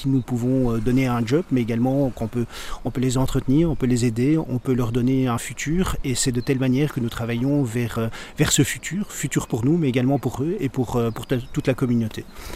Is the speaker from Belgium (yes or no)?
yes; Belgium; now in Netherlands; mais je suis belge, hein, vous l'entendez, mais je travaille aux Pays-Bas